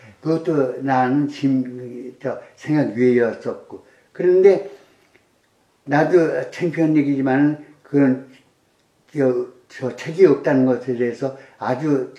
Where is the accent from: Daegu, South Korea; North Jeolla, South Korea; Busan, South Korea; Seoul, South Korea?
Seoul, South Korea; born there; 나 서울 태생인데